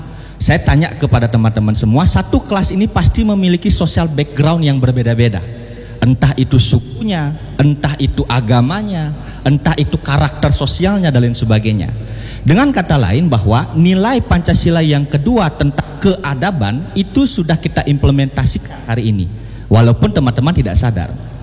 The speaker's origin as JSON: {"language": "Indonesian", "area": "Buleleng", "region": "Bali", "country": "Indonesia", "said": "kita di Buleleng yang sejak awal kita berdiri sebagai Sunda kecil dan kita menjadi satu daerah independen, kita sudah sangat beragam."}